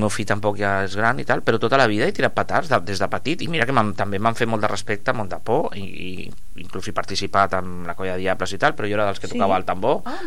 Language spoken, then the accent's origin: Catalan; El Prat de Llobregat, Catalonia, Spain; al Prat tenim